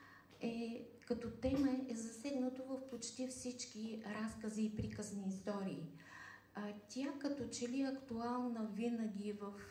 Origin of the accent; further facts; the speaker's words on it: Burgas, Burgas Province, Bulgaria; съм от Бургас.